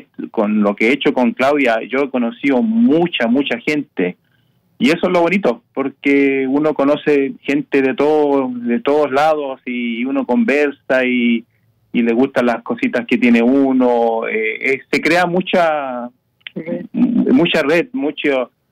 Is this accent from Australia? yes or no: yes; Australia; also born or lived in Chile; Porque es bueno saber dónde es uno. Sí, uno se crió, se crió acá. Yo considero Australia mi casa, mi my home. Uh-huh. Uno también, yo respeto mucho porque uno nació en Chile, o sea, es chileno, pero hay que combinar los dos.